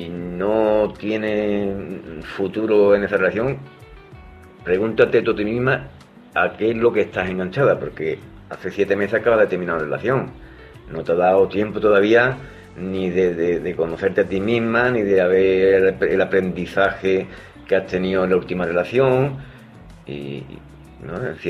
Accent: Andalusia, Spain; Corresponsales … desde Huelva. A ver, lo primero es pedir disculpas. Por si mi acento y pronunciación, yo que soy de un pueblo cerraillo de Huelva, pues no pronuncio algunas cosas bien o muy rápido

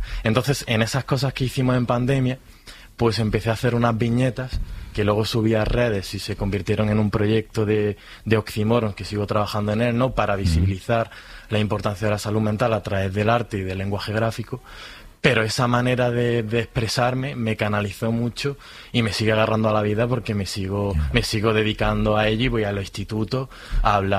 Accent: Granada, Andalusia, Spain

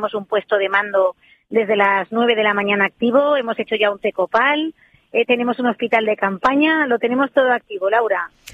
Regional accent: Spain; aquí somos todos de última hora, que sí, somos españoles

